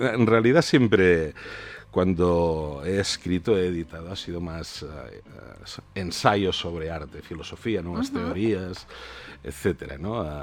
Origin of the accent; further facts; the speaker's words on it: Catalonia, Spain; soy muy, muy catalán, muy catalán